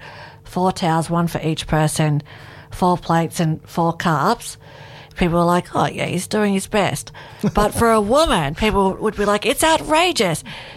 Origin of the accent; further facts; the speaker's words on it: Ulladulla, New South Wales, Australia; moved away as an adult; also born or lived in Cairns, Queensland; now in Northern Rivers, Australia; I grew up in Ulladulla. Mm. My husband grew up in Ulladulla. We both went to Ulladulla High.